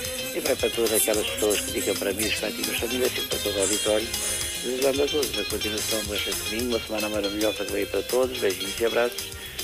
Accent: Monção, Norte, Portugal; born there; now in Aveiro, Portugal; Foi lá, era mesmo na freguesia onde eu nasci. Freguesia que hoje já não existe, porque é a vila, que é Triscoso

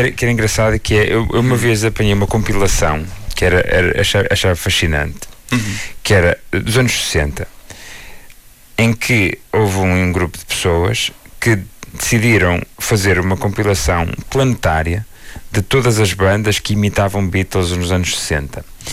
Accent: Braga, Norte, Portugal; sou de Braga como tu.

